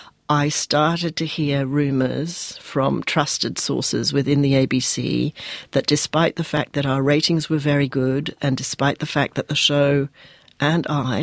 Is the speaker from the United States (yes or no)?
no; England, United Kingdom; forgive me for being English and they will have me back.